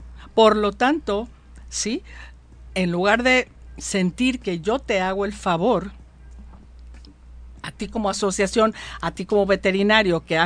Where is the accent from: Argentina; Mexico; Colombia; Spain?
Mexico; Yo soy una mexicana que fruto vendía